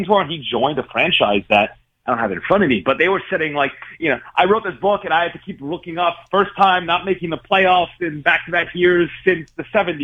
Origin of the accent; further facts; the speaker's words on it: New York, United States; I'm from New York